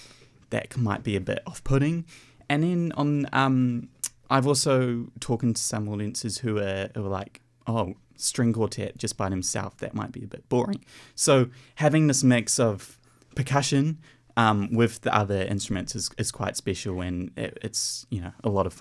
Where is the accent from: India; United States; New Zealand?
New Zealand; moved away; I don't know if you can tell by the accent, but I'm from New Zealand.